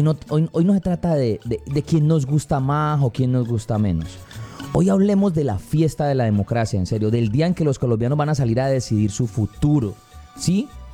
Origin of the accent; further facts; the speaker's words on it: Colombia; más bien como colombianos, para elegir en paz, con respeto y pensando pues en el futuro de nuestras familias y de nuestro país.